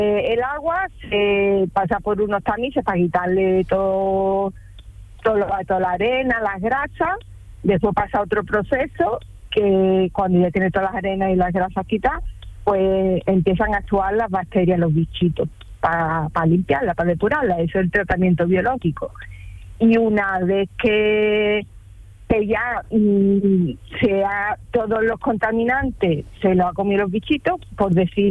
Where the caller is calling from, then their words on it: Alhaurín el Grande, Andalusia, Spain; voy para Manilva, soy de los Dinger Grande, y estoy aquí en la carretera que empieza para Ojem.